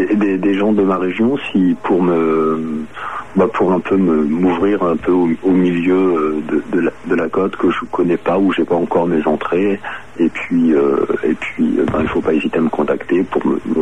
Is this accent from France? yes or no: yes; Paris, Île-de-France, France; moved away as an adult; now in Nice, France; j'étais à Paris pendant toute ma vie, hein, donc je suis à Nice actuellement.